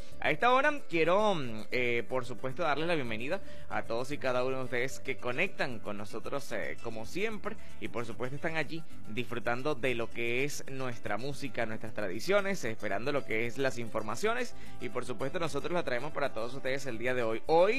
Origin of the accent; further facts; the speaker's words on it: Venezuela; nosotros como venezolanos tenemos que continuar